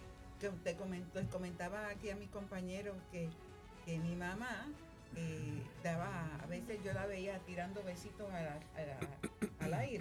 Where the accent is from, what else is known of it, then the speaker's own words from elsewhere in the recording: Puerto Rico; los boricuas somos tan besucones